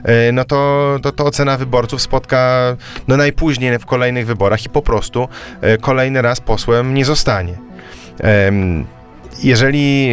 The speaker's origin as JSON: {"language": "Polish", "town": "Mińsk Mazowiecki", "region": "Masovian Voivodeship", "country": "Poland", "said": "Ja sam zresztą pochodzę z Mińska Mazowieckiego, byłem samorządowcem w powiecie mińskim, jestem patriotą powiatu mińskiego."}